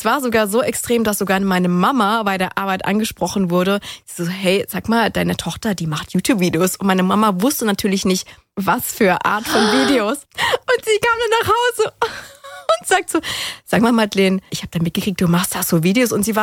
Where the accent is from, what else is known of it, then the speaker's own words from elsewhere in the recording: Germany; ich komme ja nicht ursprünglich aus Convestheim und ich bin ja auf dem Land groß geworden mit Einwohnerzahl von 900. Da kennt jeder jeden.